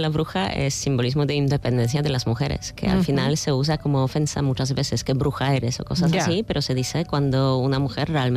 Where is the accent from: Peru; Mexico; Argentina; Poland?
Poland; born there; Spanish is a second language; moved away as an adult; also born or lived in Kraków